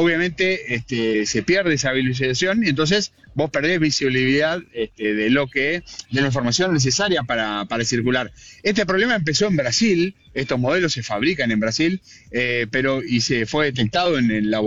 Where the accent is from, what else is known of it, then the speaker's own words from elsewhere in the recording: Corrientes, Argentina; born there; moved away; Sí, de chico, de joven, allá en Corrientes.